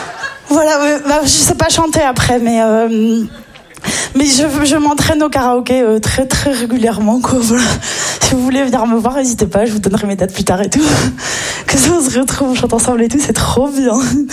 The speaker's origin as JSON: {"language": "French", "town": "Nice", "region": "Provence-Alpes-Côte d'Azur", "country": "France", "tie": "born or raised there", "said": "moi, je suis la première née en France, hein, de toute ma famille, donc c'était trop what the fuck, genre. Et moi, j'ai grandi dans une petite cité à forte population maghrébine. La Réré, pour ceux qui connaissent l'Ariane, quoi."}